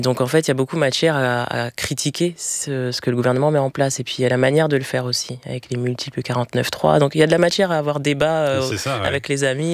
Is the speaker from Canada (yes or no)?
no; Villiers-le-Bel, Île-de-France, France; Je suis née à Clamart, mais j'ai grandi à Villers-le-Bel.